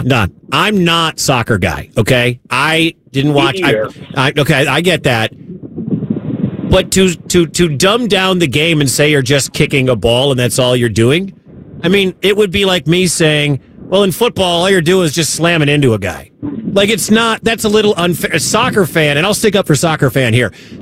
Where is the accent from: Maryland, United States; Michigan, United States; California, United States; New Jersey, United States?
Michigan, United States; All right, I'm originally from Michigan and hate everything to do with that team in Columbus